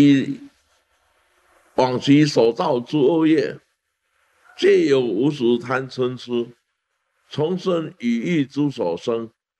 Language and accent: Chinese; Taiwan; 我们台湾人民都忍下来了